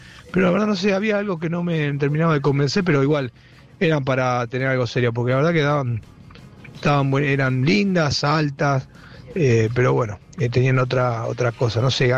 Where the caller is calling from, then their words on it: Morón, Buenos Aires Province, Argentina; Hola, Gaby, soy … de Morón.